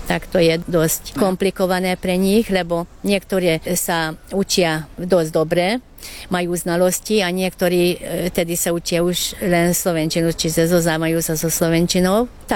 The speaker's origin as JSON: {"language": "Slovak", "town": "Galgaguta", "region": "Nógrád", "country": "Hungary", "tie": "born or raised there", "said": "učila som v Galgagute, keďže stadiaľ pochádzam, to je národnostná dedina, okolité nie sú."}